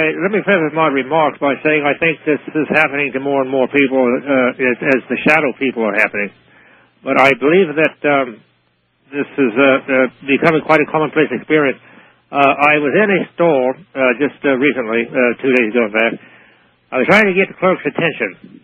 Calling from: United Kingdom; I'm British

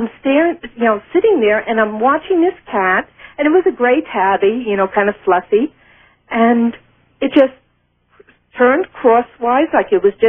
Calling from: Las Cruces, New Mexico, United States; I'm from Las Cruces, New Mexico.

